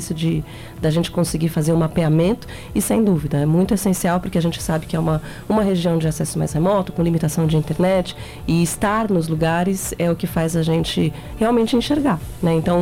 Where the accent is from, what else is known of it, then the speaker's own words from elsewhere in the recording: São Paulo, Brazil; accent: paulista; Eu sou paulista.